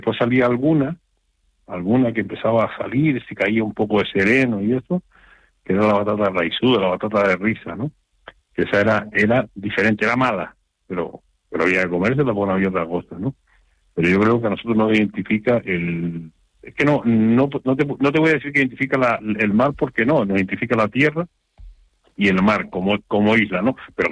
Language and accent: Spanish; Canary Islands, Spain; ¡somos canarios! No somos canarios, somos tontos.